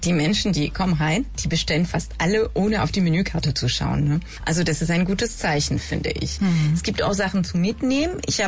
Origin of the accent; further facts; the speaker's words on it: Marseille, Provence-Alpes-Côte d'Azur, France; now in Berlin, Germany; Ich komme ja aus Marseille